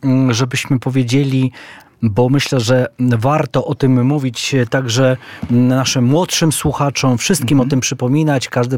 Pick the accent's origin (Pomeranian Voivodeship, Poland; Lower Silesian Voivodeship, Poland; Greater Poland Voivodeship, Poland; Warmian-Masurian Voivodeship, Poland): Lower Silesian Voivodeship, Poland; Kamienna Góra; born or raised there